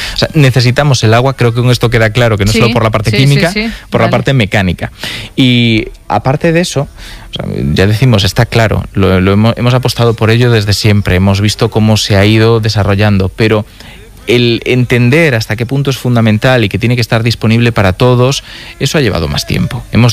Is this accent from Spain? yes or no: yes; Galicia, Spain